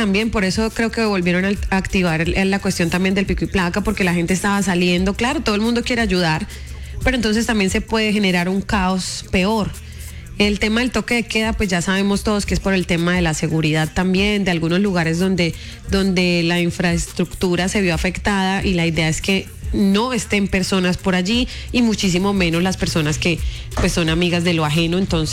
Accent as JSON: {"language": "Spanish", "country": "Colombia", "said": "nos vamos a volver a levantar como ciudad, como país, como caleños, como chocuanos, como colombianos."}